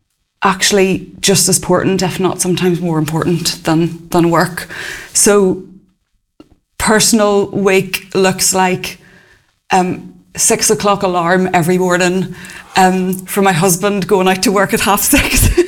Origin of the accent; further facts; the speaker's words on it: Northern Ireland, United Kingdom; moved away as an adult; now in North East England, United Kingdom; I am from Northern Ireland, but I've lived in the northeast of England for 11 years now.